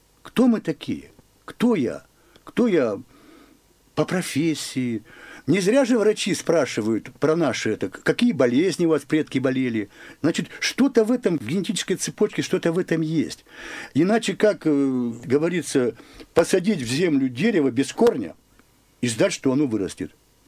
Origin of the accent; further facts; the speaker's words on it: Yekaterinburg, Sverdlovsk Oblast, Russia; я считал себя коренным екатеринбуржцем, а оказывается, нет, дед-то мой родился в Ревде.